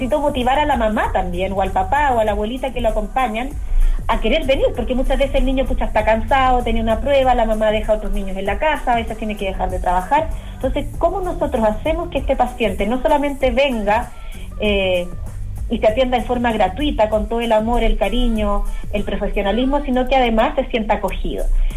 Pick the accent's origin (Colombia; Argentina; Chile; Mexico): Chile; Santiago, Santiago Metropolitan Region; yo soy de Santiago